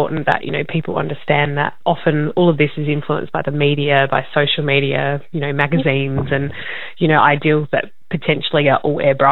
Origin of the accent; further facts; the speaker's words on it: Adelaide, South Australia, Australia; And I'm originated from Adelaide, South Australia, and have always, you know, performed musical theatre